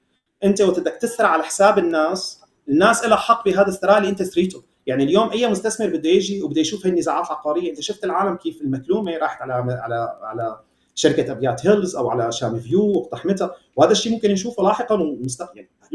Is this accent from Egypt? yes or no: no; Syria; نحن كسوريين